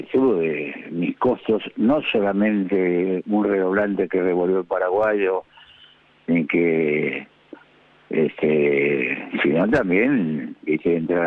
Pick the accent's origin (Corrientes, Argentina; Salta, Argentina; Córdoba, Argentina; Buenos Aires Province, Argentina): Buenos Aires Province, Argentina; Lanús; born there; yo nací en Lanús, en Calle de Tierra, ¿viste? No nací en un castillo.